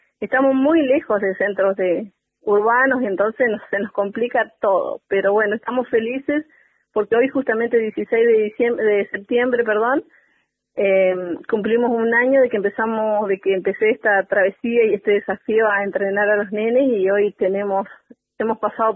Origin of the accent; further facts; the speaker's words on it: Cerro Cóndor, Chubut, Argentina; yo soy de Cerro Cóndor, trabajo ahí